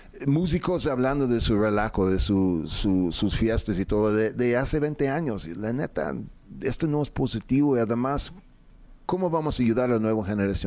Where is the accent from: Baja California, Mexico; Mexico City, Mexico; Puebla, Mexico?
Mexico City, Mexico; Soy chilango con acento, pues, ¿yo qué hago, no?